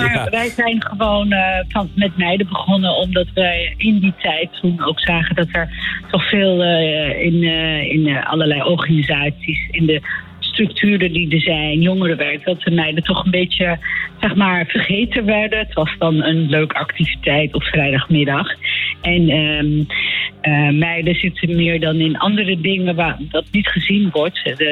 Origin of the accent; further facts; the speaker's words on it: Amsterdam, North Holland, Netherlands; Nee, ik woon in Amsterdam. Ik ben in Amsterdam opgegroeid. Ik heb in Amsterdam gestudeerd.